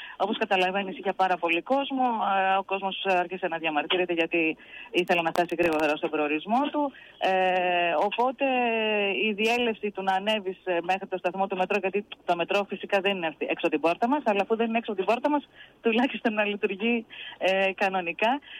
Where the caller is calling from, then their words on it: Thessaloniki, Central Macedonia, Greece; Στις 8.30 ώρα έφυγα από τη Βασιλίσσα Όλγα